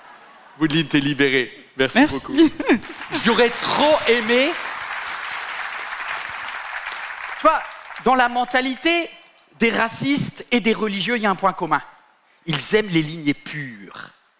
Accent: Brittany, France; Normalement, je suis breton. C'est ce que mes parents m'ont dit.

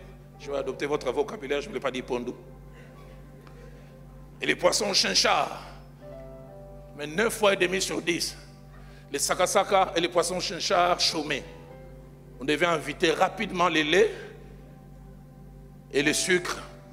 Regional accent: Kinshasa, DR Congo; Chez nous, à Kinshasa, quand un enfant n'arrive pas à marcher, on ne dit pas que celui n'arrivera jamais à marcher.

